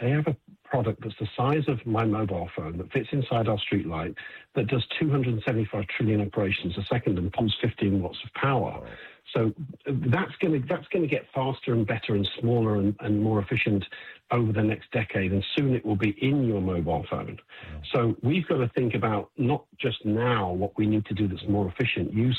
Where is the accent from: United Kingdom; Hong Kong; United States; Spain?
United Kingdom; And, you know, I'm a Brit, but I still want America to win in this race.